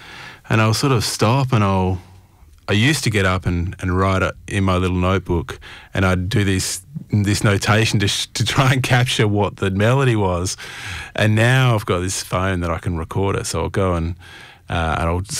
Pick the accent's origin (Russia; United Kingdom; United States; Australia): Australia; Adelaide Hills, South Australia; I grew up in the Adelaide Hills and I've found my way back there after travelling all over the place.